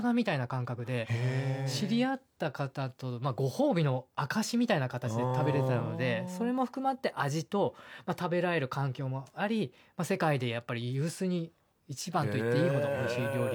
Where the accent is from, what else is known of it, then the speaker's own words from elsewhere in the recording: Okaya, Nagano, Japan; 私の故郷岡谷市はかつて日本の4分の1のシルクを紡ぐ大生産地であり